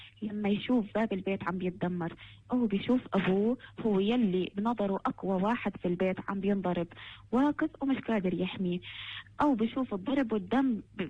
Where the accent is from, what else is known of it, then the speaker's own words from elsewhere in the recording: Palestine; لكن وين المشكلة عندنا في فلسطين بالذات؟